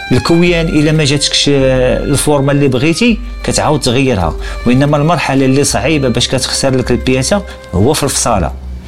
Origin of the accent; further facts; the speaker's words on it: Morocco; هو النحاس كاين غير نحاس واحد اللي حنا عندنا في المغرب، فهمتي؟